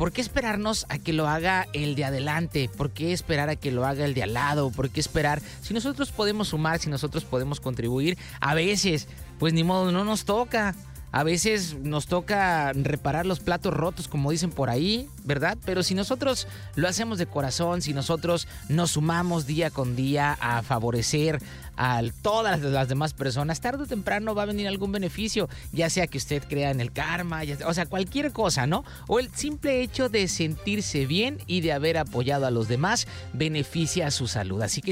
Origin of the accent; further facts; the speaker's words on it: Mexico; así somos muchos mexicanos